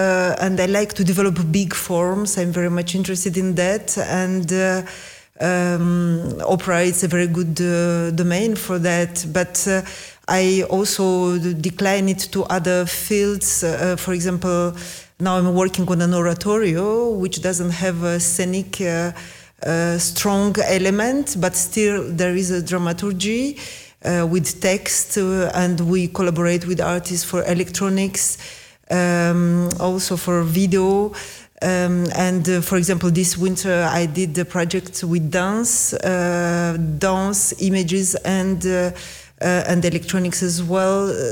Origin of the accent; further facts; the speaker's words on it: Moldova; born there; English is a second language; Yes, I was born in Republic of Moldova, and my father, who was from Ukraine, was a professional musician.